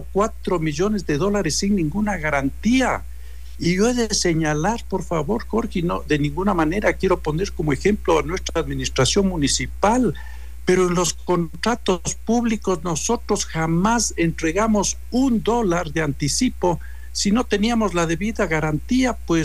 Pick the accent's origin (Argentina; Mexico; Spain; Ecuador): Ecuador; Ambato, Tungurahua; como ecuatoriano, como ambateño